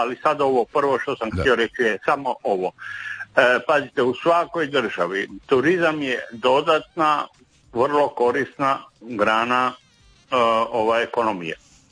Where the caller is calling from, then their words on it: Pula, Istria County, Croatia; Kod nas u Puli je turizam 90% prihoda